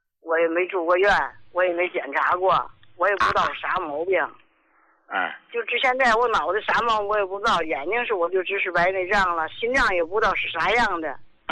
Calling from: Qinhuangdao, Hebei, China; 我是秦皇岛的患者

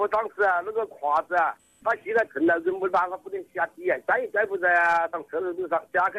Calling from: Xiantao, Hubei, China; 我是仙桃人。

